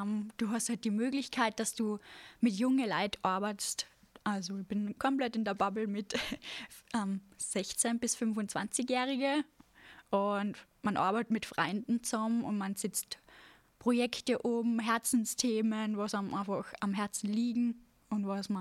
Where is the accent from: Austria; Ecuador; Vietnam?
Austria; St. Michael im Lungau, Salzburg; ich komme aus St. Michael im Lungau. Ich bin 22 Jahre alt